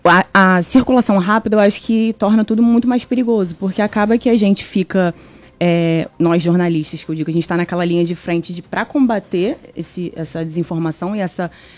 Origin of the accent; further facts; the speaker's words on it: Maricá, Rio de Janeiro, Brazil; born there; sou jornalista, sou natural do Rio de Janeiro, mas moro em Maricá desde os meus 8 anos.